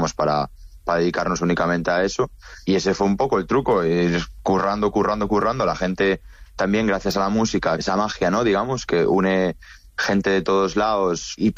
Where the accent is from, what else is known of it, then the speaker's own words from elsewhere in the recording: Galicia, Spain; …, que es de Barcelona, va, y yo, que soy de Galicia, ….